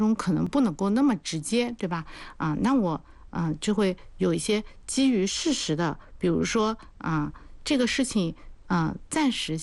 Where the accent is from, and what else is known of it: China